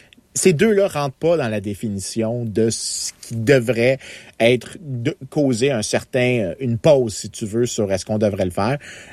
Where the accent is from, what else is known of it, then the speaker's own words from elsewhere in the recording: Quebec, Canada; moi, j'ai grandi sur la rue sud de Montréal.